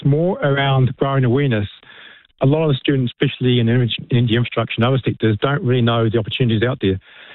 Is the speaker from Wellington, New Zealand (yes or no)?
yes; Wellington, New Zealand; I'm from Wellington. You've got some challenges down here.